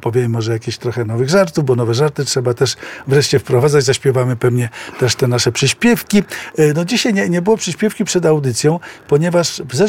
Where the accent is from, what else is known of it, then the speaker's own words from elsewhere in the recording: Warsaw, Masovian Voivodeship, Poland; Jak już wspomniałem, jestem z Międzylesia, czy jestem z tak zwanej linii otwockiej, którą zawsze bardzo lubiłem.